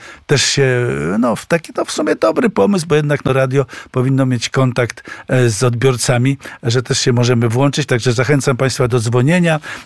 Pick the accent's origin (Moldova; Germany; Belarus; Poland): Poland; Warsaw, Masovian Voivodeship; ja na Bielanach teraz mieszkam, a pochodzę z Międzylesia